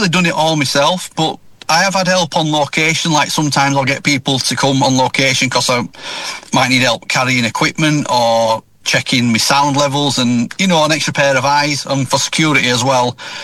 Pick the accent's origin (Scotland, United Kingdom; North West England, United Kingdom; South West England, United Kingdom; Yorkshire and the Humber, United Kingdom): Yorkshire and the Humber, United Kingdom; Thornhill Lees; born there; yeah, I was born in Thornhill Lees, and there's a lot of history to do with Thornhill Lees